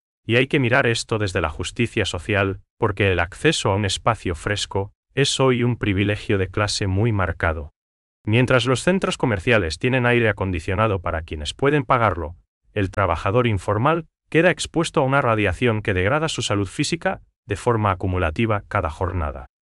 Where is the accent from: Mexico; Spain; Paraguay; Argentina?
Paraguay